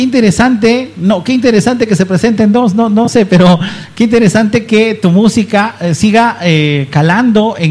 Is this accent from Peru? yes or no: yes; Cuyuchugo, Peru; moved away; allá en mi pueblo, en mi pueblito, en Cuyuchugo